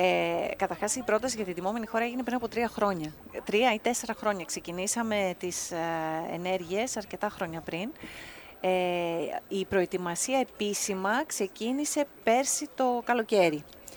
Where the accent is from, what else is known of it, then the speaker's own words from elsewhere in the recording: Greece; εμείς σαν Έλληνες